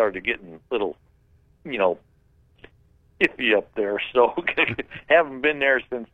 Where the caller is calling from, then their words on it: Medina, Ohio, United States; from Medina.